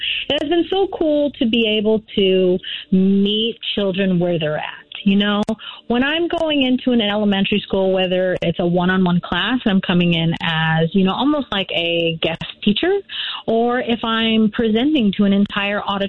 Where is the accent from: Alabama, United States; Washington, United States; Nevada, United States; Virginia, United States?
Nevada, United States; Las Vegas; born or raised there